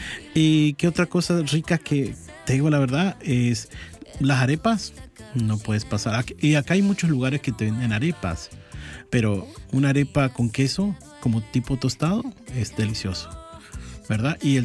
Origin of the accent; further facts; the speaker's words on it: Argentina; pero el lugar ahí estaba bueno porque para mí como argentino tenía de todo, tenía el alfajor